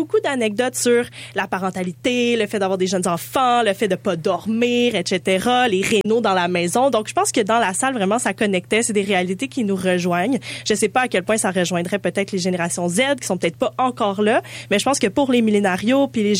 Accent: Montreal, Quebec, Canada; Puis je pense qu'on se reconnaît en tant que Montréalais aussi là

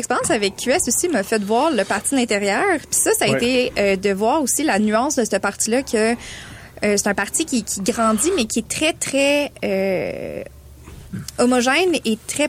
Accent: Granby, Quebec, Canada; je viens de Grimbé

